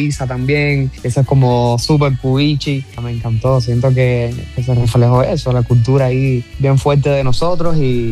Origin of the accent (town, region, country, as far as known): Cuba; now in Miami, United States